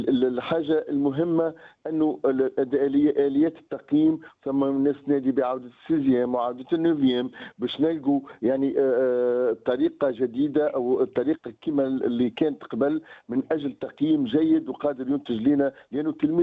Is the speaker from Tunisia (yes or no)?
yes; Tunisia; أولا جودة نحن عندنا تقريبا في تونس حققنا الوصول